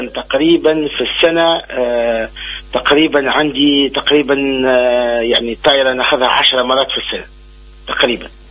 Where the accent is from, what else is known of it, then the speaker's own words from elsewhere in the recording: southern Tunisia, Tunisia; moved away; ومرحبا بأهلي في الجنوب التونسي.